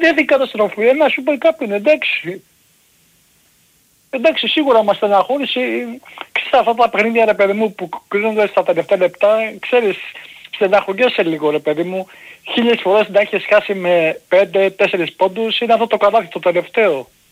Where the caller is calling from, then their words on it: Amarynthos, Central Greece, Greece; από Εύβοια, από Αμάριστη, τι κάνεις?